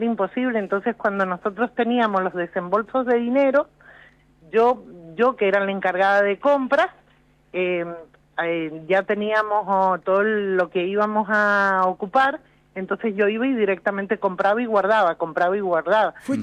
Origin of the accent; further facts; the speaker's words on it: Rivadavia, Mendoza, Argentina; Muchas idas al banco hipotecario, nosotros somos del este, de Rivadavia.